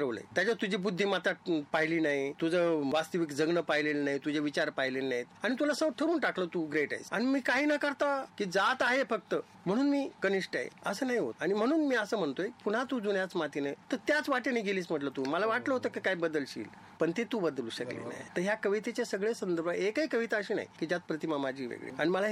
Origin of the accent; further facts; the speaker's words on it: Ahmednagar district, Maharashtra, India; now in Chalisgaon, India; म्हणलं मी चाळीसगाव असतो. चाळीसगावच आहे का तू, म्हणलं नाही मी नगर जिल्ह्यातला आहे, पण मावशी म्हणलं माझी चाळीसगावला.